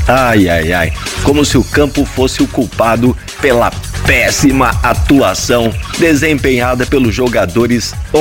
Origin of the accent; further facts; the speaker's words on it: São Paulo, Brazil; sou do interiorzão.